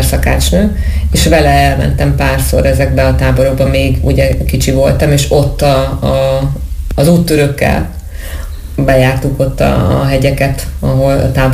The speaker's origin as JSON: {"language": "Hungarian", "region": "Great Hungarian Plain", "country": "Hungary", "tie": "born or raised there", "said": "az Alföldön nőttem fel, tehát ott viszonylag kevés a hegy"}